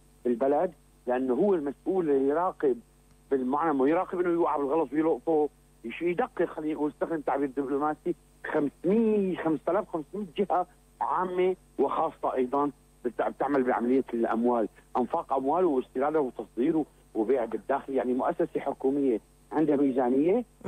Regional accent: Syria; انا كسوري

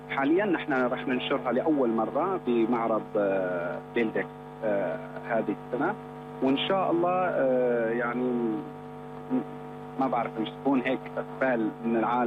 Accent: Aleppo, Aleppo Governorate, Syria; أنا من حلب لكن حبيت الشام أكثر بكثير.

